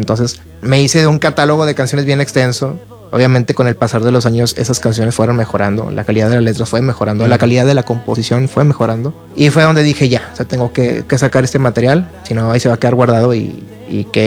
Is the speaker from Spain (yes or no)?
no; Guadalupe, Nuevo León, Mexico; Soy de Guadalupe, del municipio de Guadalupe. Criado, nacido ahí.